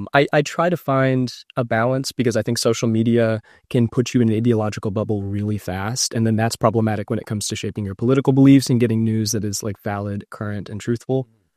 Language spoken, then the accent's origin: English; Oklahoma, United States; So I'm from Oklahoma.